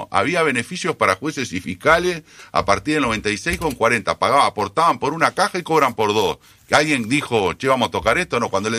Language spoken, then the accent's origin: Spanish; Uruguay